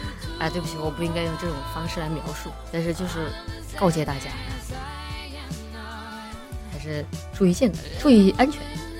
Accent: China

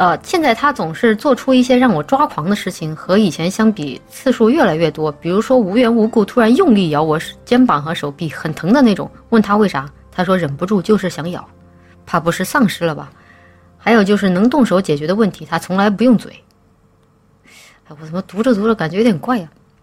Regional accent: Chongqing, China; 在我的老家重庆

